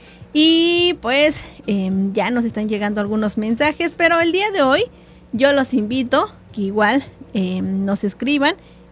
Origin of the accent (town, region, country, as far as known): Mexico